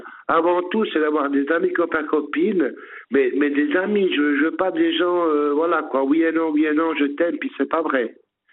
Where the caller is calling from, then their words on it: Sonceboz, Bern, Switzerland; j'habite dans le Jura bernois